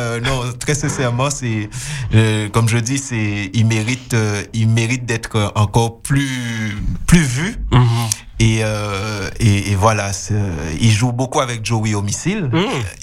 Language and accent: French; Guadeloupe; nous en tant qu'Antillais, en tant que Guadeloupéen.